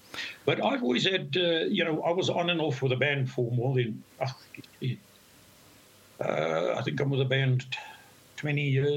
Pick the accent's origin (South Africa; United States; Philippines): South Africa; Cape Town, Western Cape; also born or lived in England; I was born in Cape Town.